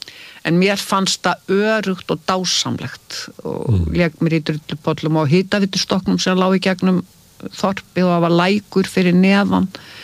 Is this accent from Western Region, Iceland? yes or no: no; Hornuþorp, Capital Region, Iceland; Ég er sem sagt ólst upp í Hornuþorpi sem að fæstir vita hafi verið til. Það var fyrir neðan Grafarholt, það sem golföllurinn í Grafarholt er núna.